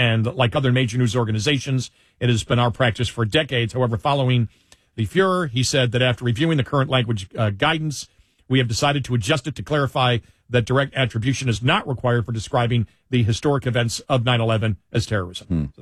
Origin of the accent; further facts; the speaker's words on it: Ireland; I'm Irish.